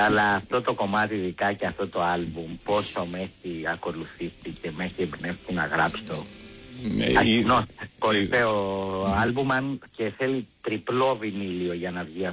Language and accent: Greek; Corfu, Ionian Islands, Greece; born or raised there; also born or lived in Sparta